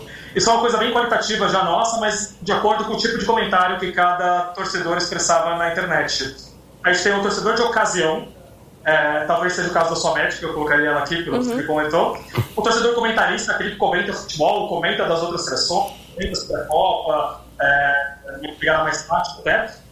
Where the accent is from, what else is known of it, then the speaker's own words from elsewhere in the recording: Brazil; eu, como brasileiro fã de futebol